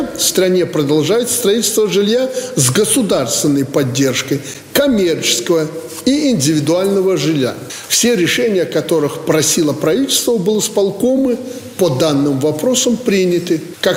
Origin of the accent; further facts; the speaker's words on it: Belarus; мы, белорусы, должны сделать для улучшения ситуации.